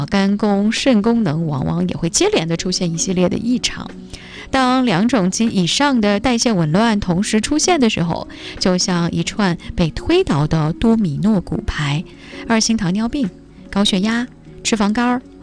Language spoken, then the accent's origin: Chinese; China; 我们中国人